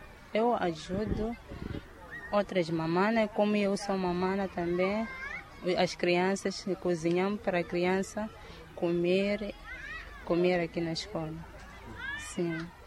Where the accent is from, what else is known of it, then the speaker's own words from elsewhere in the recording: Macaneta, Maputo, Mozambique; sou daqui de Macaneta, Macaneta 2.